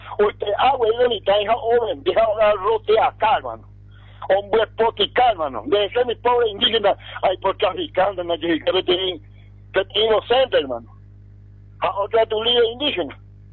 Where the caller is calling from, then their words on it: Paraguay